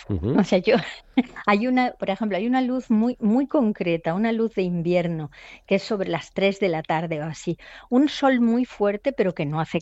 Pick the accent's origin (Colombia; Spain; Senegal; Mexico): Spain; Elda, Valencian Community; moved away; voy a hablar de mi tierra, pero no solamente de Elda, que es mi pueblo, sino de toda nuestra zona, toda nuestra comarca.